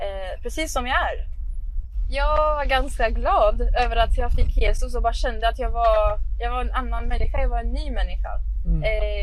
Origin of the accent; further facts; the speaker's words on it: Alexandria, Alexandria Governorate, Egypt; now in Stockholm, Sweden; Ja, jag är uppvuxen i Alexandria. Det är, så här, det är nära havet.